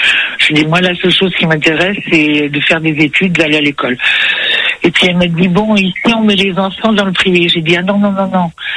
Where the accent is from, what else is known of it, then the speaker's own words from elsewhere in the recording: Grand Est, France; Parce que moi, je suis née en Alsace et je suis née